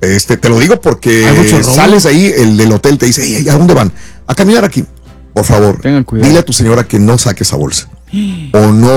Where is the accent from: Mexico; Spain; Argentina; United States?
United States; Sugar Land, Texas; ¡Uy, mi tierra!